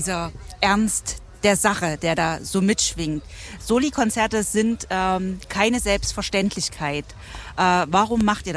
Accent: Chemnitz, Saxony, Germany; ich komme aus Chemnitz und bin mit dem Splash-Festival groß geworden.

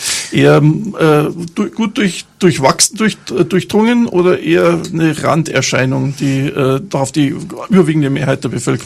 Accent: Bavaria, Germany; born there; weil ich als geborener, gebürtiger Bayer natürlich solche Erfahrungen nicht mache.

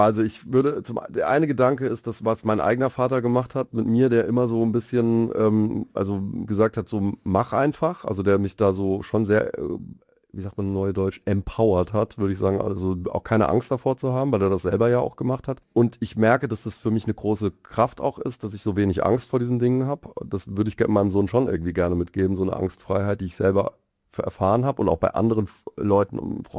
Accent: Mainz, Rhineland-Palatinate, Germany; moved away as an adult; now in Mannheim, Germany; Ich bin Mainzer eigentlich und bin halt vor jetzt bald 20, also 2008, na gut, noch nicht ganz 20 Jahre, aber geht auf die 20 Jahre halt zum Studieren dann eben an die Popakademie gekommen.

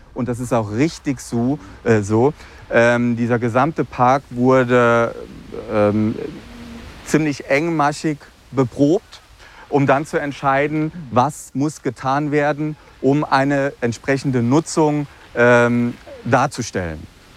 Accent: Northern Germany, Germany; So, jetzt als Norddeutscher kann man sagen, wir haben ja sowieso immer Wind und hier ist es nicht warm.

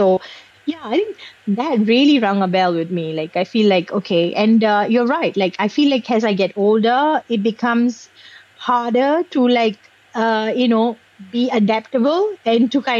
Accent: Singapore; born or raised there

